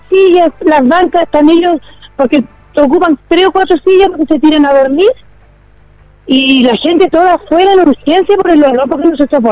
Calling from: Biobío, Chile; De aquí del Cerro Martín.

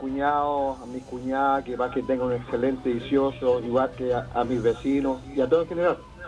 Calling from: Chile; De acá, de la Villa Los Copihues.

